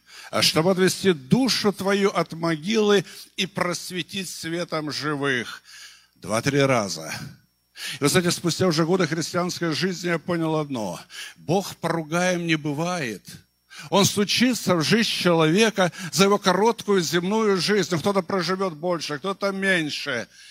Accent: Anapa, Krasnodar Krai, Russia; родной город Анапа Краснодарского края, откуда я родом.

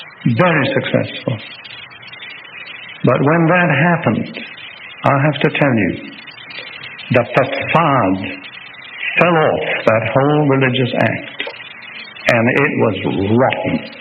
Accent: United Kingdom; now in United States; I have three citizenships. I'm an unusual person. I'm a British citizen by birth. I'm a naturalized American citizen. But I'm a citizen of the Kingdom of Heaven.

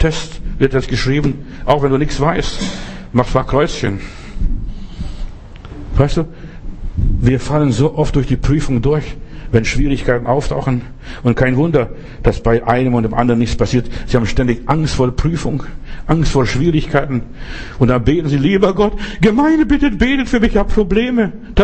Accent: Klaipėda County, Lithuania; was ich im Schneesturm im Winter bei uns in Ostpreußen, also im Memeland, erlebt habe.

